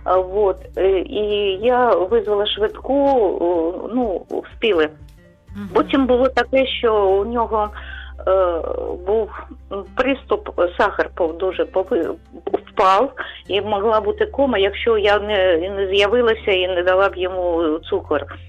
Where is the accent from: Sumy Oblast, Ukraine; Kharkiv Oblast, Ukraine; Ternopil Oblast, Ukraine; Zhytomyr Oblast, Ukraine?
Kharkiv Oblast, Ukraine; Kharkiv; я з Харкова.